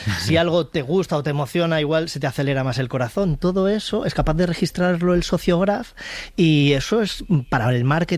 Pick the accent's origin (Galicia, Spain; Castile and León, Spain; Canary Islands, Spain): Castile and León, Spain; now in Valladolid, Spain; miento totalmente porque soy del Bierzo y a mí me han acogido perfectamente en Valladolid y son gente muy maja.